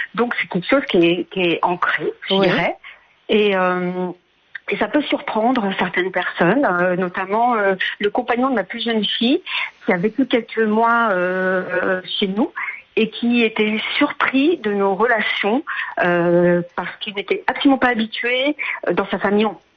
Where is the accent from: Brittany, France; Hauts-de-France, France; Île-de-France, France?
Île-de-France, France; Paris; Non, parce que je suis parisienne à